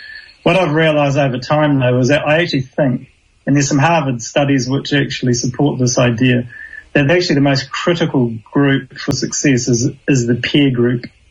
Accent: Southland, New Zealand; I'm from Southland

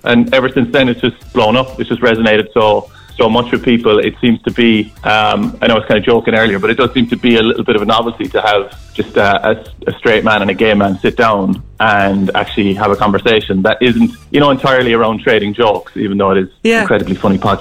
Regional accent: Cork, Munster, Ireland; But Mark is from Ennis and I'm from Cork.

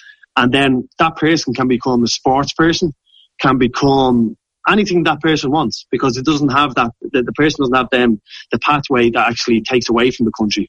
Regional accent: Ireland; we have as Irish people.

